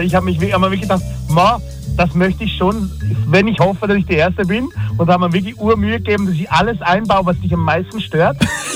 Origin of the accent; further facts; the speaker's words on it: Switzerland; als Schweizer feiere ich die natürlich, weil die Schweiz halt auch momentan extrem feiert